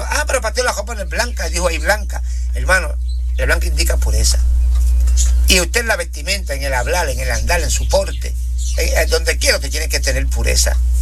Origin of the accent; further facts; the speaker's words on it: Puerto Rico; moved away; en Puerto Rico fueron a hacer un día de clamor, pero en mi pueblo